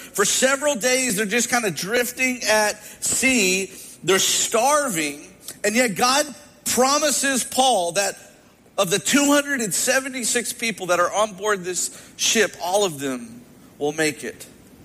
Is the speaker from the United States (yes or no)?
yes; Kentucky, United States; moved away; especially in Kentucky. And so I've been excited to be back in my home state and to experience fall again.